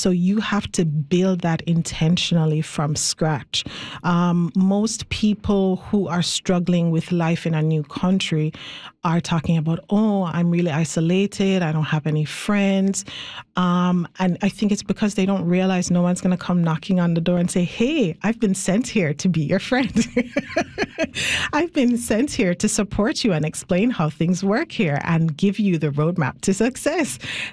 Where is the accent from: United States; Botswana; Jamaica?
Jamaica; moved away; my home, my home country, Jamaica, at least my first home.